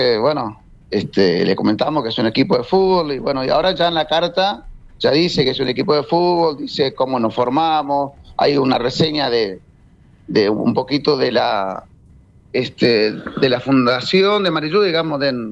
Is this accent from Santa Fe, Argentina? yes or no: no; Santa Rosa, Corrientes, Argentina; moved away; Nosotros somos de Santa Rosa, Corrientes.